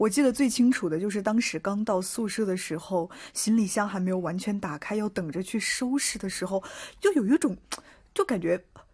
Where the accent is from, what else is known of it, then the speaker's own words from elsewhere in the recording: Chongqing, China; now in Seoul, South Korea; 我是重庆人嘛，咱们重庆不止一条江，就是两江交汇的地方